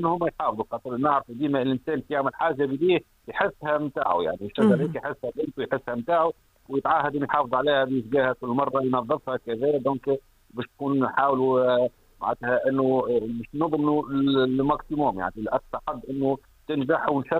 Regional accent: Tunisia; بلادنا تونس

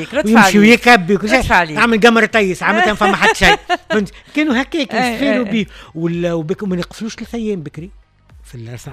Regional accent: Tunisia; اللي عندنا في تونس الملوخية علامة الفرح

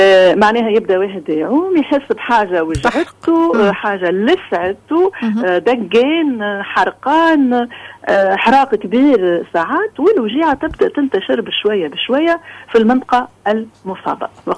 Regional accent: Tunisia; accent: Tunisian; بلهجتنا احنا التونسية

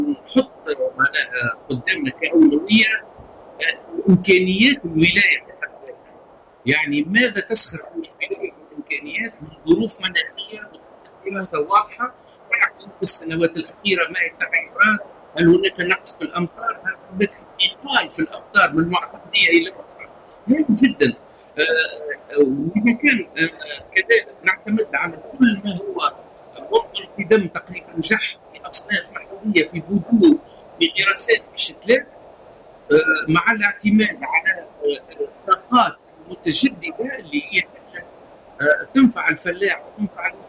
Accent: Tunisia

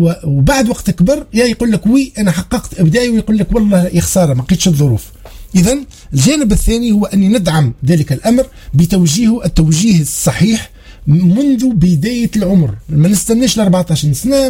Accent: Sfax, Sfax Governorate, Tunisia; سوق عندنا في صفاقس هنا

